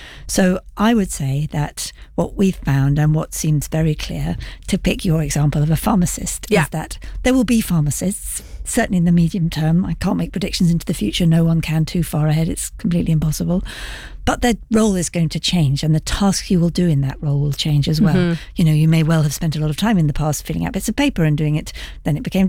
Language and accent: English; London, United Kingdom; Because as a Londoner right now, it's pretty hard to understand, okay, what jobs are they going to be for me?